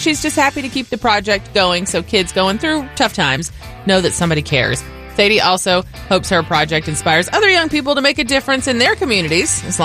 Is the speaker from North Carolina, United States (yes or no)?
yes; North Carolina, United States; born there; my home state of North Carolina